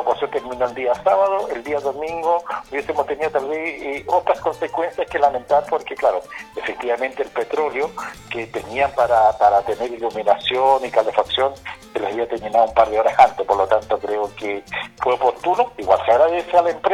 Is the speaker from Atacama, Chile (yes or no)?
yes; Huasco Province, Atacama, Chile; la parte sur de la tercera región, que somos nosotros, provincia de Huasco